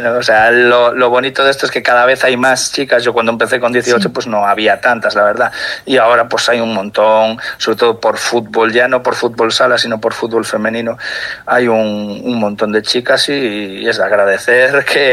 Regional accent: Vigo, Galicia, Spain; somos casi todas de Vigo, yo incluido.

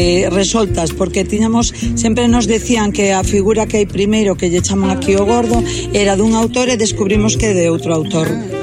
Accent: Galicia, Spain; Non, non, solo levamos un tempo vivindo, pero somos de Redondela e de Ponteareas.

